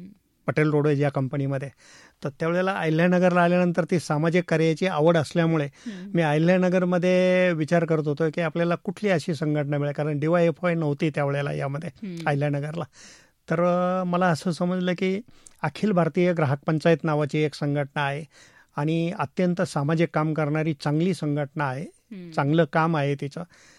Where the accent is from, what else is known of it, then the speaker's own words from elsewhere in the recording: Babulwade, Maharashtra, India; first language Marathi; moved away as an adult; also born or lived in Pune; now in Ahilyanagar, India; माझ्या जीवन प्रवासाची सुरुवात जी झाली ते महाराष्ट्रातील पावनभूमी बाबुळवाडे तालुका पारनेर या ठिकाणाहून झाले.